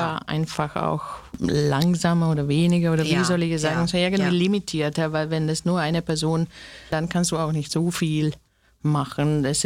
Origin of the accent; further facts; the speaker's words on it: Slovakia; German is a second language; now in Austria; Ich komme auch aus der Slowakei. Ja, also ich bin auch eine Minderheit ich kenne dieses Minderheitsgefühl auch in Österreich. So für mich ist halt ja eine andere Landessprache.